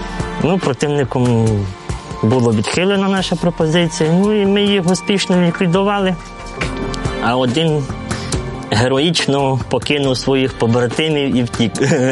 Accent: Sambir, Lviv Oblast, Ukraine; Родом я з Львівської області, з міста Самбір.

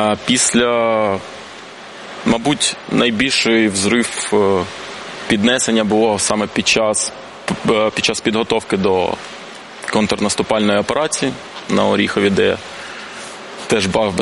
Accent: Berdiansk, Zaporizhzhia Oblast, Ukraine; born there; moved away; also born or lived in Crimea; у мене батько з Криму, мати з Макіївки. Я народився в Бердянську. Кожне літо я проводив по 3 місяці в Криму.

